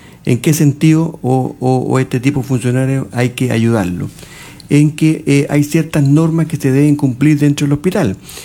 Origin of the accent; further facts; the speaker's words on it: Santiago, Santiago Metropolitan Region, Chile; now in Cauquenes, Chile; Y eso nos damos cuenta cuando estamos viviendo acá. Yo soy santiaguino, y así que puedo decir que la gente aquí es diferente.